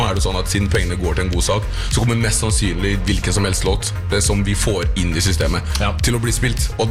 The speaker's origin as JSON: {"language": "Norwegian", "country": "DR Congo", "lives_now": "Norway", "said": "I mitt hjemland, som du ser tatuert her."}